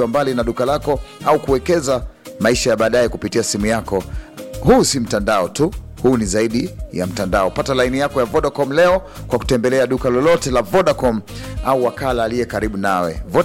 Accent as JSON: {"language": "Swahili", "town": "Tanangozi", "region": "Iringa", "country": "Tanzania", "said": "Mimi nimetokea Frelimo Magengeni, Tanangozi kule ndani ndani ndio kwetu."}